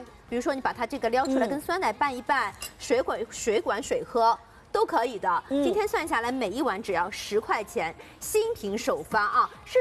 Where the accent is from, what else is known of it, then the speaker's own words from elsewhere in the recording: Shanghai, China; 而且接下来秋老虎来袭啊，我们上海人都知道的。